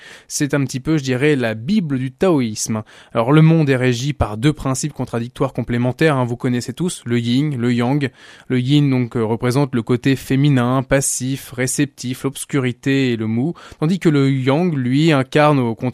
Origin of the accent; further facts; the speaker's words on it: France; chez nous, en France